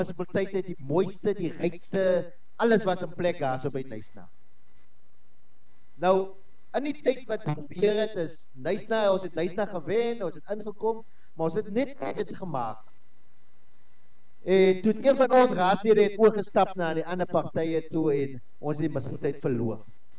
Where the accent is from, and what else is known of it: Western Cape, South Africa